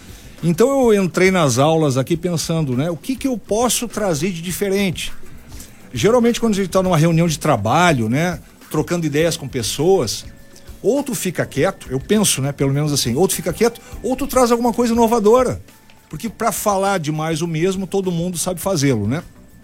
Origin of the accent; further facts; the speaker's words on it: Santa Cruz do Sul, Rio Grande do Sul, Brazil; Eu sou de Santa Cruz do Sul.